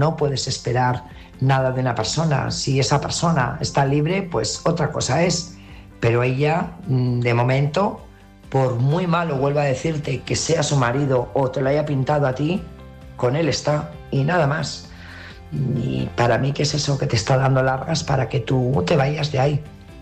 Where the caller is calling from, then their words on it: Burgos, Castile and León, Spain; corresponsal de Burgos